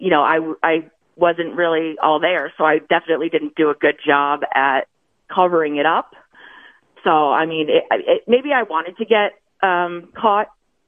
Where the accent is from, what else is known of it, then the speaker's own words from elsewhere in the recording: Maine, United States; moved away; I'm from Maine, so I was in Maine with my family